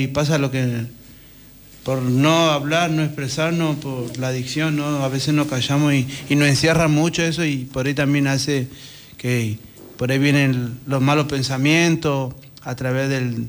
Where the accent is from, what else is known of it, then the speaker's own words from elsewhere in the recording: Santiago del Estero, Argentina; now in Concordia, Argentina; Yo, Santiago del Estero.